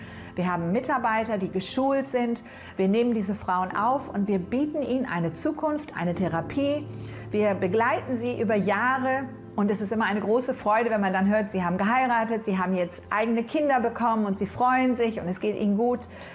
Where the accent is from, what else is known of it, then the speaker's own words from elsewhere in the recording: Hamburg, Germany; born there; Ich bin in Hamburg geboren, in eine große Familie und meine Eltern sind beide gläubig